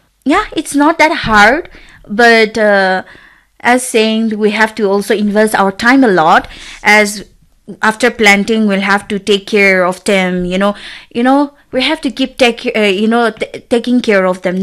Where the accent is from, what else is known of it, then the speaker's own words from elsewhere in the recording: Jotsoma, Nagaland, India; since I am from Jotsoma village, which is not very hot and not very cold